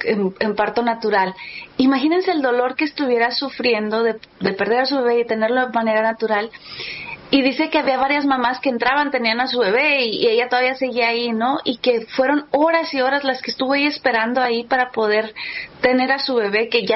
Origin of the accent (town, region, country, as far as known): Mexico City, Mexico; born or raised there